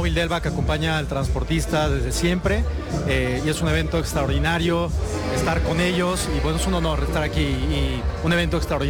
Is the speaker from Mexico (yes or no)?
yes; Mexico; Soy de México